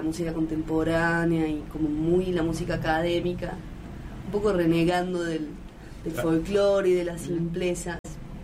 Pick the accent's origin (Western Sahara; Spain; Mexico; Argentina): Argentina; Córdoba; Yo vengo de Córdoba, no existe el mar.